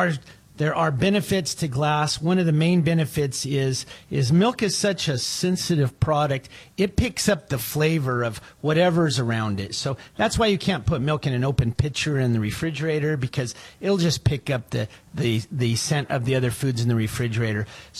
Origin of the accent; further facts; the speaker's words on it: California, United States; So I grew up on the dairy farm where we produce all of the milk that we use in our products here at Rosa Brothers, and that's where I grew up. Went to local schools there, Delta View School.